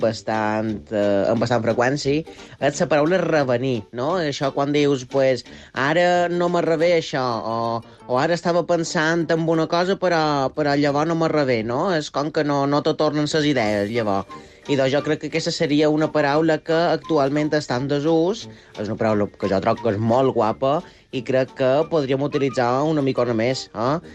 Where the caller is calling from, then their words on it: Palma, Balearic Islands, Spain; som de Palma